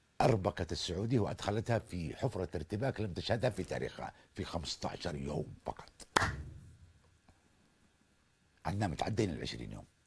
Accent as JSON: {"language": "Arabic", "country": "Yemen", "said": "احنا في بلدنا"}